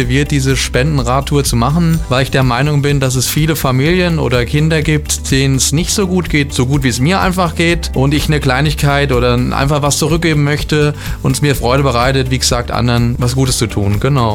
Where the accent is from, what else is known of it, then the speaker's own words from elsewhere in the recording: Kaiserslautern, Rhineland-Palatinate, Germany; Ich komme selbst hier auch aus Kaiserslautern